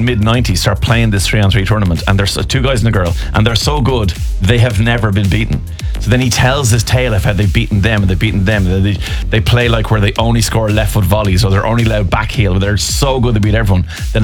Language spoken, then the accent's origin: English; Ireland; It was a 4-0 humiliation, but it was amazing as an Irish fan to be there.